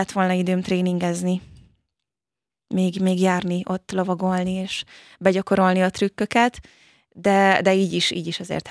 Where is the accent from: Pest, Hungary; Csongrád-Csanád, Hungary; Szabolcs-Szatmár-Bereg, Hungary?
Pest, Hungary; Vácszentlászló; also born or lived in Budapest; Én igen, ott nőttem fel, de Gödöllőn a Babatvölgyi Lovas Központba jártam.